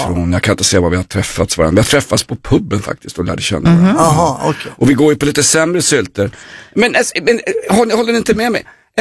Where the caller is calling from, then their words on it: Sweden; för mig som svensk